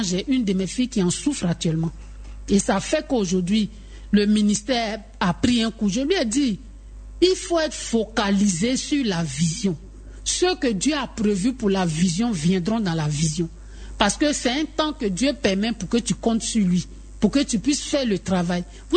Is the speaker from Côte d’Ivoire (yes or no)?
yes; Côte d’Ivoire; chez nous en Afrique ici, comme je le disais tantôt, surtout en Côte d'Ivoire ici